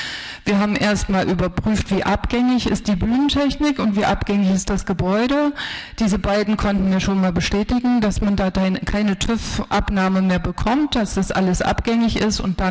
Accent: Halle, Saxony-Anhalt, Germany; ich komme aus dieser Gegend, ich habe in Halle studiert, Halle ist meine Heimatstadt. Ich bin hier tief verwurzelt

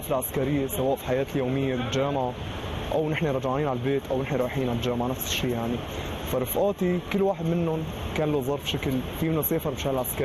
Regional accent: Aleppo, Aleppo Governorate, Syria; من حلب، عمري 21 سنه، بدرس ادب انجليزي سنه ثالثه.

